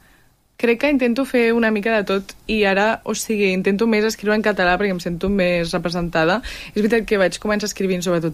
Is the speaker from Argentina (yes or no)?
no; Begues, Catalonia, Spain; No, és que està com just al costat del Garraf.